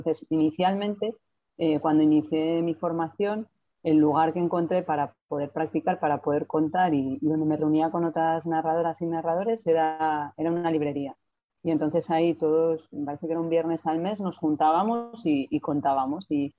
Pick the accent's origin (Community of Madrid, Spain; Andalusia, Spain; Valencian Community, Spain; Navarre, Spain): Community of Madrid, Spain; Madrid; pero bueno, soy de Madrid, nací en Madrid